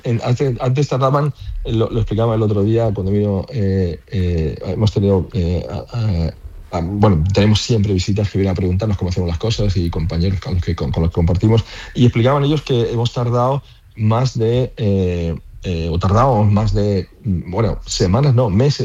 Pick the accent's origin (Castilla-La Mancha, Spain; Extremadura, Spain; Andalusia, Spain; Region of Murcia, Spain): Andalusia, Spain; Almería; De ser almerienses, andaluces y españoles, y lo llevamos con.